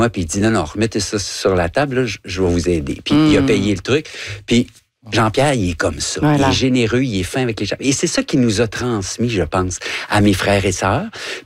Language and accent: French; Guadeloupe; Mais quand j'étais jeune en Guadeloupe, c'est que je travaillais sur une plage.